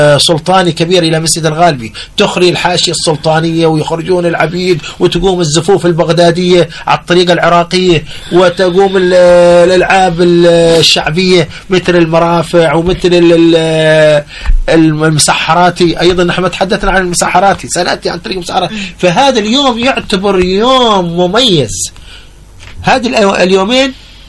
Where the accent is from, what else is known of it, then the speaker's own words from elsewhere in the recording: Mukalla, Hadramaut, Yemen; نحن عندنا في المكلة طبعا يا المسحرات هو ينبه الناس في وقت دخول السحور